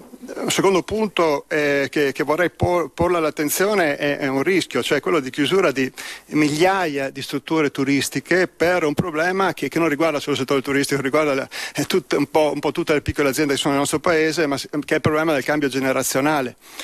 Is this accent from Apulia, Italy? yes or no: no; Veneto, Italy; io sono veneto, quindi conosco bene la situazione di Venezia